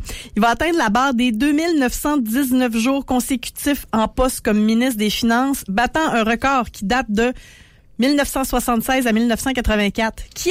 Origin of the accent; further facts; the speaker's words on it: Quebec, Canada; Parlons de ma région natale où il y a un individu qui s'est fait arrêter pour avoir utilisé un lance-flamme artisanal sur un autre individu à la sortie d'un bar d'Arvida.